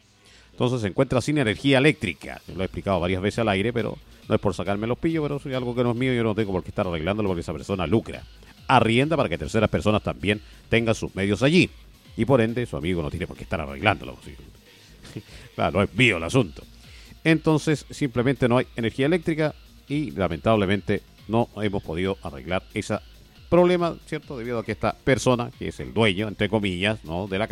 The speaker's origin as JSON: {"language": "Spanish", "town": "Huasco", "region": "Atacama", "country": "Chile", "tie": "born or raised there", "also_born_or_lived": "Vallenar / Caldera", "said": "nosotros somos huasquinos, pues chiquillos. Huasquinos aquí, criados aquí. Aquí en el Puerto Huasco nació en Vallenar y todo el cuento. ¿Ya? Tuve un tiempo en Caldera, sí, Caldera también."}